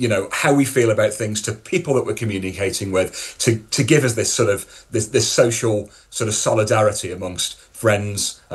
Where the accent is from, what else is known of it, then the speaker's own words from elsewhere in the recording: the north of England, United Kingdom; accent: northern; in my accent, which is a northern accent, I have the same vowel